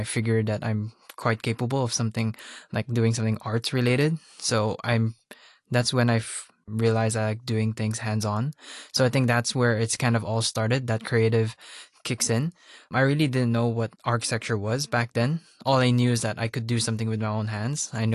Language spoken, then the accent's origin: English; Hong Kong; Well, my childhood was mainly more on like, actually, I was more of an outside kid.